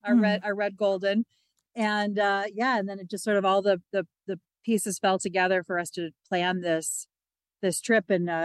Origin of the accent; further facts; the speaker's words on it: Minocqua, Wisconsin, United States; And we're from Minocqua, Wisconsin.